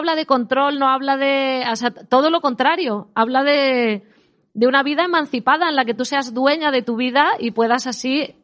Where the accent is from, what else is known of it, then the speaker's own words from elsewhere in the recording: San Antolín de Ibias, Asturias, Spain; volverme a mi pueblo, que yo vivo en un pueblo de aquí de Asturias, en San Antolín de Ibias